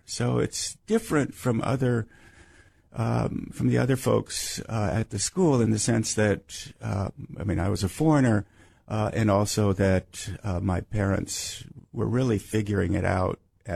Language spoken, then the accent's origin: English; United States; also born or lived in Japan; It's different because I'm an American, and this is a very small city in the early 1960s.